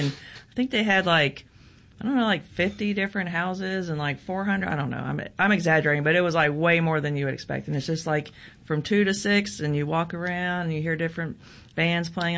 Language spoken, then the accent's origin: English; Oklahoma City, Oklahoma, United States; born there; now in Memphis, United States